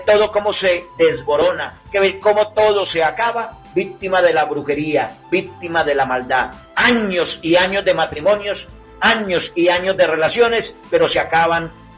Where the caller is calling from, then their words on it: Fontana, California, United States; Soy de aquí de Fontana y soy una mujer que últimamente yo de verdad ya no encuentro qué hacer.